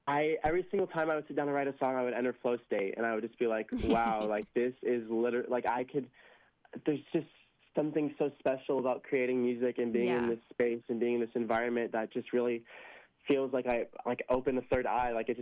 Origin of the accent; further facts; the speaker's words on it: San Diego, California, United States; I grew up on a lot of different genres of music. I'm from San Diego, California, so we're blasting R&B down here, reggae, rock, everything under the sun.